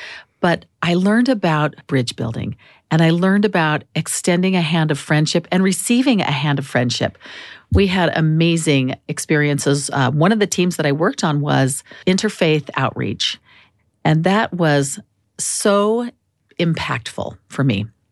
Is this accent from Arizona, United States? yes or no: yes; Phoenix, Arizona, United States; And I'm from Phoenix. I'm an Arizona girl.